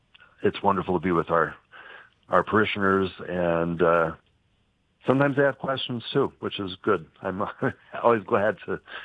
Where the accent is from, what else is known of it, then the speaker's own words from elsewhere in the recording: Omaha, Nebraska, United States; I grew up in Omaha